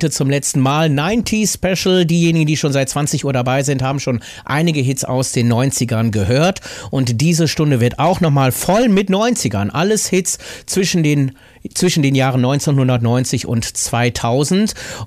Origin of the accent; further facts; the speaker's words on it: Hamburg, Germany; Und wir schauen in meine alte Heimat nach Hamburg.